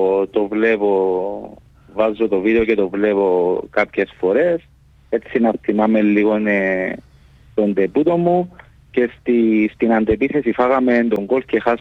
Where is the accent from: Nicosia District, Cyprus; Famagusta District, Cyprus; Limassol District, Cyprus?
Nicosia District, Cyprus; Nicosia; Η καταγωγή μου, είμαι από τη Λευκωσία. Η μητέρα μου όμως είναι από την Ελλάδα.